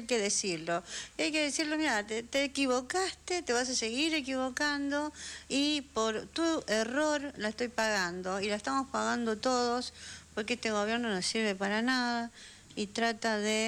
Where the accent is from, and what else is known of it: Argentina